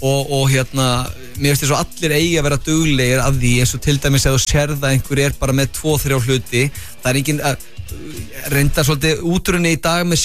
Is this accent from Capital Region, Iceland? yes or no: no; Vestmannaeyjar, Southern Region, Iceland; ég er frá Vestmannum eins og þjóðatíðin og allt þetta